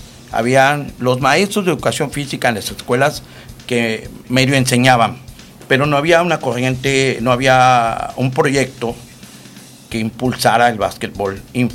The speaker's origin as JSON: {"language": "Spanish", "town": "Chetumal", "region": "Quintana Roo", "country": "Mexico", "tie": "born or raised there", "also_born_or_lived": "Mexico City", "moved": "as an adult", "said": "ya yo estaba cansado de vivir en la Ciudad de México y decido regresar a mi ciudad natal para aportar algo de todo lo que yo aprendí en el básquetbol en la Ciudad de México. Aportar, ese es mi objetivo, eso es la chispa que me hace regresar a Chetumal."}